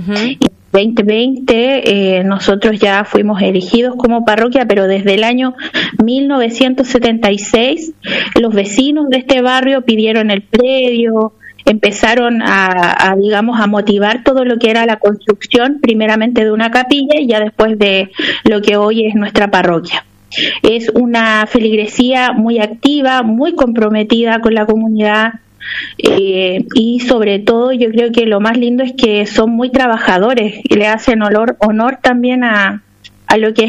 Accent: Chile; accent: Chilean; moved away as an adult; now in Tucumán, Argentina; soy chilena por mi acento

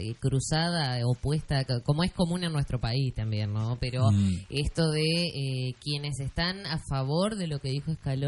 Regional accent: Argentina

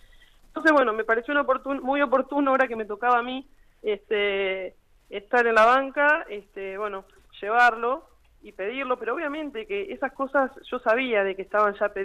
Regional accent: Ramallo, Buenos Aires Province, Argentina; somos todos de Ramallo, todos conocidos

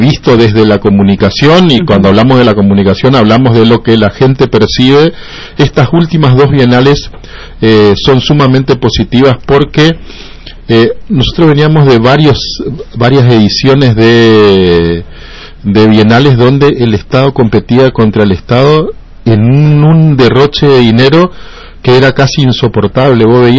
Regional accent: Resistencia, Chaco, Argentina; cada uno de los ciudadanos resistencianos, que somos casi especialistas en eso

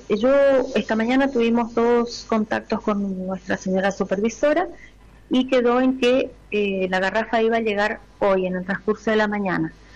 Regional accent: Argentina; si como ciudadano también, como ciudadano argentino.

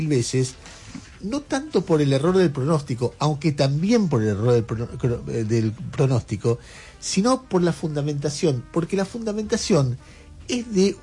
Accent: Argentina; tenemos una mala reputación, uno porque somos argentinos

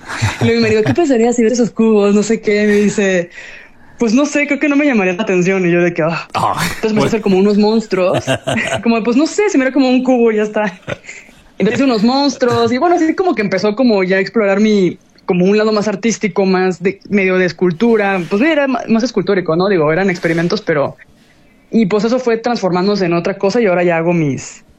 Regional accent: Mexico; y para mí como mexicana, o sea, sí fue un choque

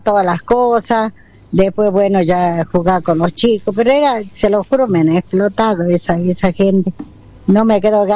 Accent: San Antonio, Argentina; also born or lived in Buenos Aires; now in Carmen, Argentina; yo vine del lugar de San Antonio. Yo no soy de acá del Carmen, yo soy de San Antonio.

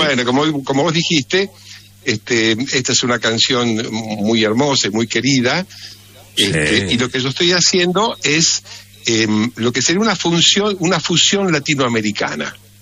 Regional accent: Mercedes, Buenos Aires Province, Argentina; moved away as an adult; now in Buenos Aires, Argentina; soy de Mercedes, de la ciudad de Mercedes, provincia de Buenos Aires.

